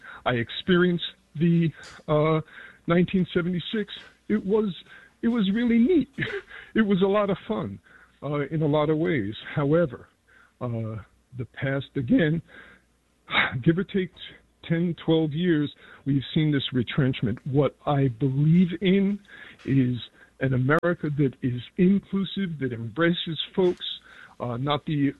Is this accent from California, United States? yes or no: no; New York, United States; I'm a New Yorker. I define myself as a New Yorker rather than an American for most of my life, except for immediately after September 11th, and I went back to being a New Yorker again.